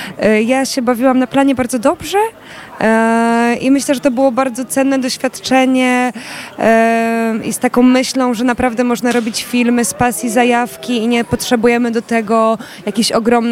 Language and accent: Polish; Wrocław, Lower Silesian Voivodeship, Poland; also born or lived in Kraków; now in Warsaw, Poland; Ja jestem wrocławianką